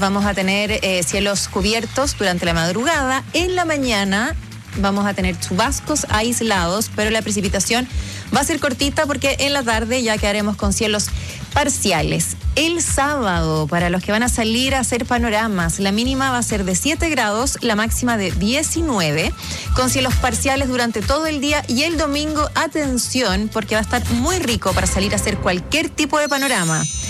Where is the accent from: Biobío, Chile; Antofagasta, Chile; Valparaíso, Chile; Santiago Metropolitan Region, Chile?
Santiago Metropolitan Region, Chile; Calera de Tango; Mi querida comuna, nacida y criada en Calera de Tango.